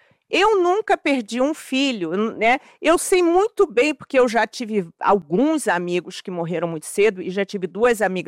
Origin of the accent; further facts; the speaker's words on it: Brazil; eu sou brasileira, eu vivo aqui